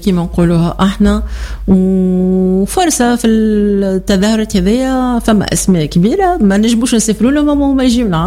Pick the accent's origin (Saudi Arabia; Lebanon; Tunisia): Tunisia; عندنا معارض قائمة في تونس